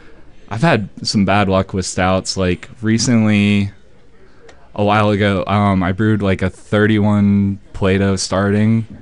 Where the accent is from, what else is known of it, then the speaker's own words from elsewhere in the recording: West Virginia, United States; moved away as an adult; now in Salt Lake City, United States; I'm from West Virginia, and I moved here to Salt Lake in 2019.